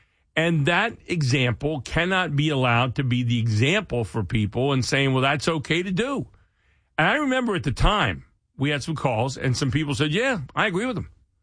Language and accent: English; Pennsylvania, United States; now in York, Pennsylvania, United States; I'm from Pennsylvania. I live up here in York, Pennsylvania, about 45 minutes north.